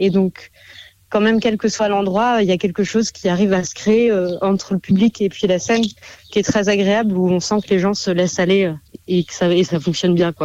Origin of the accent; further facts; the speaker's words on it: Besançon, Bourgogne-Franche-Comté, France; On vient de Besançon